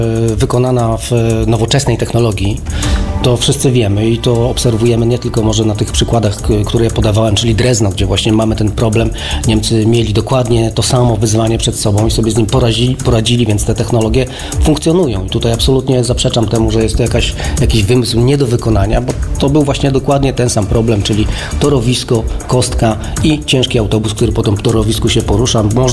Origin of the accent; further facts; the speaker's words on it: Wrocław, Lower Silesian Voivodeship, Poland; ja również, jako wrocławianin, nieustająco oczekuję na prawidłową realizację tego kompromisu